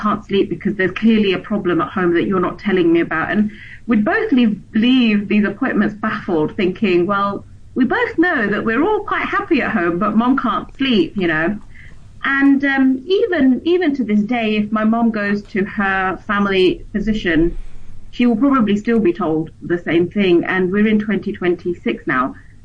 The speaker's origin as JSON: {"language": "English", "area": "Surrey", "region": "South East England", "country": "United Kingdom", "tie": "born or raised there", "moved": "as an adult", "lives_now": "United Arab Emirates", "said": "born and raised in Surrey in England. And moved to the UAE about 17 months ago now"}